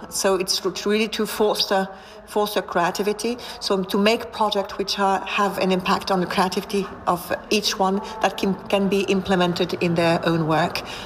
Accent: France; English is a second language; moved away as an adult; now in Czech Republic; I'm a former dancer and choreographer, and I'm from France, and I arrived in Czech Republic, it's something like 25 years ago

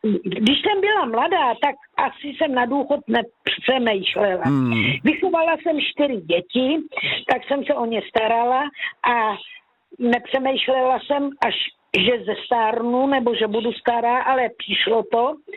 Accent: Jičín, Hradec Králové Region, Czechia; born there; chtěla bych se vrátit do mýho rodného města, kde jsem se narodila, a to je město Jičín ve východních Čechách v Českém ráji.

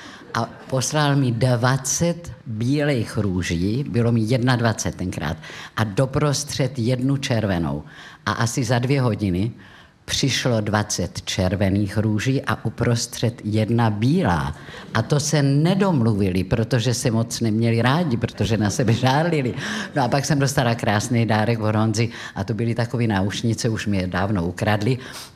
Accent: Brno, South Moravian Region, Czechia; protože jsem Brňačka a milovala jsem Brno

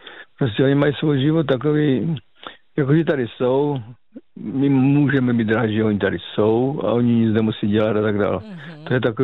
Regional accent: Moravian Slovakia, Czechia; moved away; já pocházím z Moravského Slovácka a tam jsme vlastně byli tři generace, babičky, rodiče a my kluci jako, takže tam to bylo taky takové, no tak to bylo takové, jak se říká, dědina, tam znal každý každého

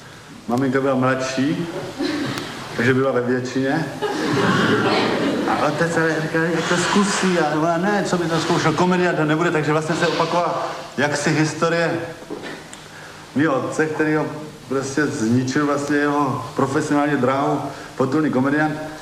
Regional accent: Vizovice, Zlín Region, Czechia; moved away as an adult; also born or lived in Brno; now in Czech Republic; V 18 letech jsem opustil svoje rodné město a ještě donedávna jsem větší část svého života prožil ve Vizovicích, než kdekoliv jinde.

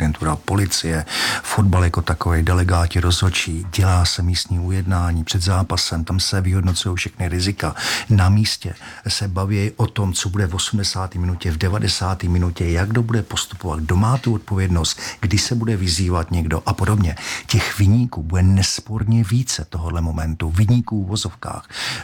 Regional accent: Prague, Czechia; já tím, že jsem z Prahy 10, tak jsem se vybíral mezi Bohemkou a Slavií samozřejmě, protože jsou dva stadiony, které a dva kluby, které tam máme

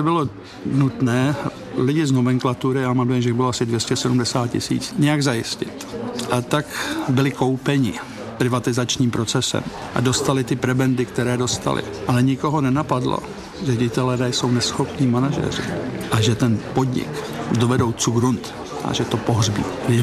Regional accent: Prague, Czechia; born there; moved away; also born or lived in United States; Já jsem byl jako kluk v Junáku, u kostelíčka na Pankráci jsme byli

